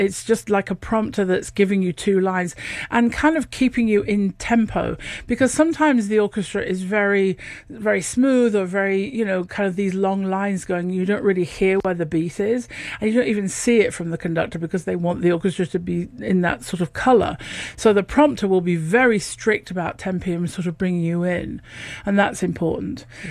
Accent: Lincoln, East Midlands, United Kingdom; accent: a bit of Yorkshire; And I come from Lincoln, which is in about 120 miles north of London. So I have a bit of Yorkshire, but it's definitely north.

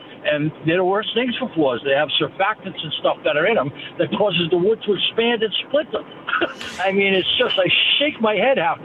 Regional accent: Fall River, Massachusetts, United States; I'm actually from Fall River, too, so we have...

